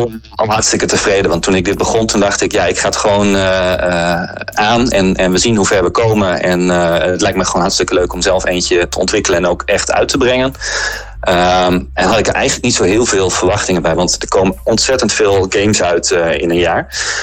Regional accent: Veendam, Groningen, Netherlands; Maar ik ben zelf ook opgegroeid in Veendam.

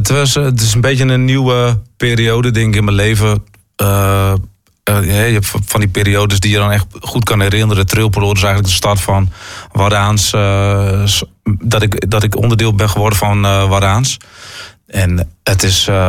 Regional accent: Groningen, Netherlands; Ik ben opgegroeid in het Grunners. Mijn ouders praten bijna alleen maar Gronings met elkaar. Ze kunnen prima Nederlands hoor, daar niet van. Maar ja, tegen ons praten ze ook Gronings.

